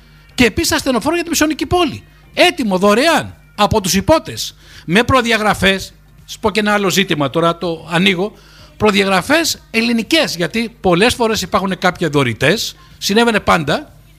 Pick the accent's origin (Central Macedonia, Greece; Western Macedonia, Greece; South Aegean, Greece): South Aegean, Greece; Rhodes; Και το λέω γιατί εγώ γεννήθηκα στην Μεσσονική πόλη, μεγάλωσα στη Μεσσονική πόλη.